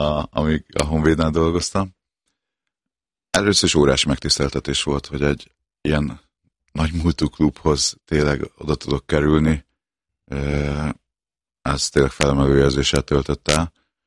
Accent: Nyíregyháza, Szabolcs-Szatmár-Bereg, Hungary; ugye nyíregyháziként Nyíregyháza nekem óriási dolog volt

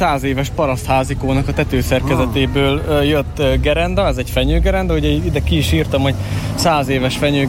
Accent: Boldog, Heves, Hungary; Egyébként én Boldogról származom, Heves megyéből.

